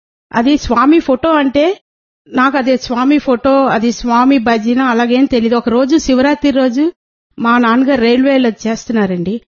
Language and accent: Telugu; Visakhapatnam, Andhra Pradesh, India; నాది వైజాగ్.